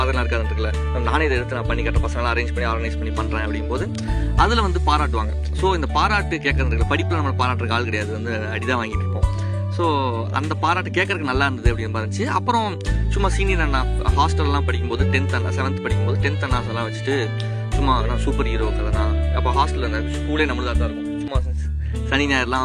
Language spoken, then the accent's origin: Tamil; Tiruppur, Tamil Nadu, India; நான் என்னோடய சொந்த ஊர் வந்து திருப்பூர்.